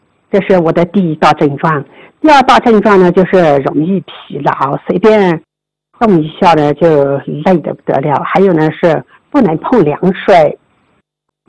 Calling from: Chuxiong, Yunnan, China; 我出生在1972年。

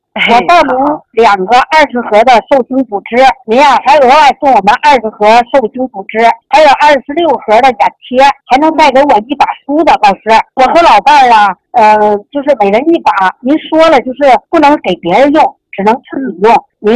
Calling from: Tianjin, China; 我是天津武清区的

